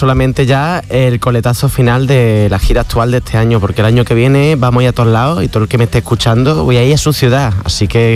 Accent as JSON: {"language": "Spanish", "town": "Córdoba", "region": "Andalusia", "country": "Spain", "said": "Lo único, me encanta Cádiz, pero yo soy de Córdoba."}